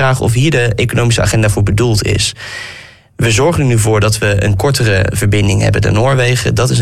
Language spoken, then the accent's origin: Dutch; Groningen, Netherlands; Ik vraag me af in hoeverre wij hier nu echt als Groningers die in het aardbevingsgebied hebben gewoond, die in de versterking hebben gezeten, hier de vruchten van plukken.